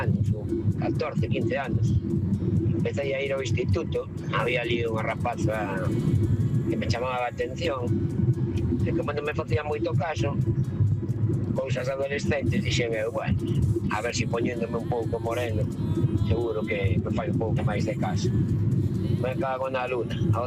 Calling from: A Coruña, Galicia, Spain; Bon días, equipo … da Coruña.

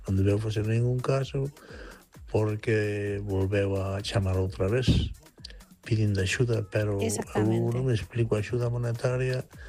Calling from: Vigo, Galicia, Spain

